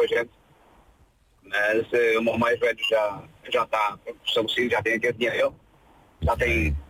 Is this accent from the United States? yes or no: no; Viseu, Centro, Portugal; born there; moved away